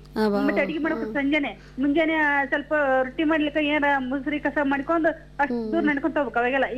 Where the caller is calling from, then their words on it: Rajur, Karnataka, India; ಕೊಪ್ಪ ಜಿಲ್ಲಾ ಕುಕ್ನೂರು ತಾಲೂಕು ರಾಜೂರಿಂದ